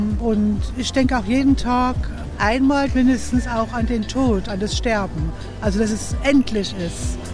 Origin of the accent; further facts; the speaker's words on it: Leipzig, Saxony, Germany; ich bin aus Leipzig und ich habe 3 erwachsene Kinder und 4 Enkelkinder.